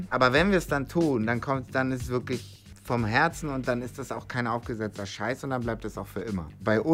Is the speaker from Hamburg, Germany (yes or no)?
yes; Hamburg, Germany; als ich komme ja von hier und als Hamburger ist es dann natürlich immer ein bisschen lustig, weil meine ganzen Kumpels sind alle HSV-Fans.